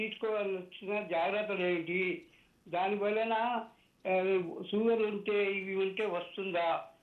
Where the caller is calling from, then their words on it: Cheerla, Telangana, India; మాది నల్గొండ జిల్లా చీర్ల గ్రామం నుండి … మాట్లాడుతున్నాం సార్.